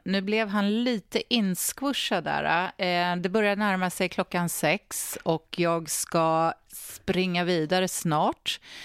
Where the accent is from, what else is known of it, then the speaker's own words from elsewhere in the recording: Sweden; now in Brisbane, Australia; och de har faktiskt haft ganska så bra solvärme hemma i Sverige. Och det är ju alltid så att kring den här tiden på året och kring jul så är det så att jag alltid börjar längta hem lite extra mycket.